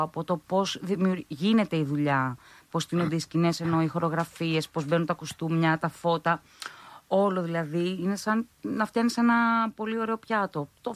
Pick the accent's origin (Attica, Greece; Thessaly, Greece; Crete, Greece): Attica, Greece; Athens; also born or lived in Agrinio; Και μάλιστα είμαι γεννημένη μεγαλωμένη στην Αθήνα.